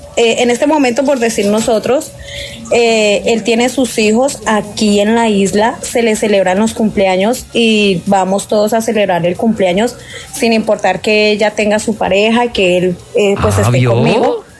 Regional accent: Bogotá, Colombia; uno allá en Bogotá, porque yo soy de Bogotá, uno allá en Bogotá amanece y se queda ahí donde amanece

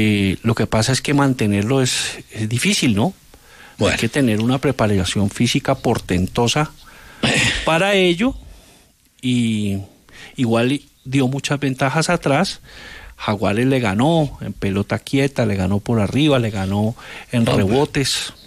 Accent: Zarzal, Valle del Cauca, Colombia; now in Bogotá, Colombia; Salí de Zarzal con una cachucha llena de sueños.

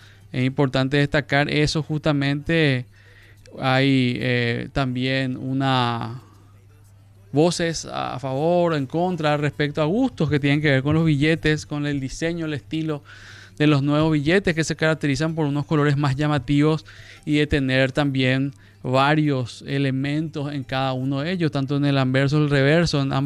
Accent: Paraguay; todo aquello que nos identifica como paraguayo

